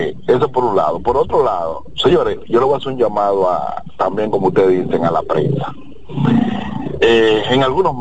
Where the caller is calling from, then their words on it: Dominican Republic; yo mismo como dominicano